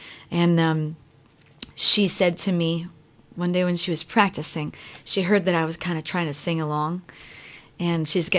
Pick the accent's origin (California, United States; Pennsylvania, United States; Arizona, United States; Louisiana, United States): Louisiana, United States; also born or lived in North Dakota; And then we're from Louisiana, but my dad took this job working in North Dakota and teaching flight school at UND, the University of North Dakota.